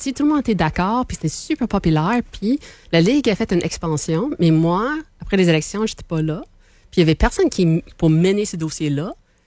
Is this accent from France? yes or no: no; Hamilton, Ontario, Canada; on suit un peu le modèle de LNH, mais ma ville natale a été choisie.